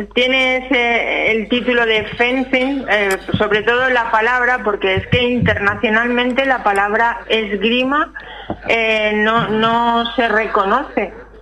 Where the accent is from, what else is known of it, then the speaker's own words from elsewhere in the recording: Valencia, Valencian Community, Spain; born there; now in Almería, Spain; llevo 26 años ya aquí, o sea que sí, yo digo que sí, nací en Valencia